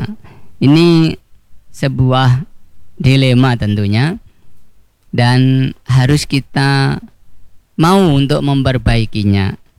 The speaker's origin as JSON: {"language": "Indonesian", "region": "Java", "country": "Indonesia", "said": "Kalau orang kami, orang Jawa"}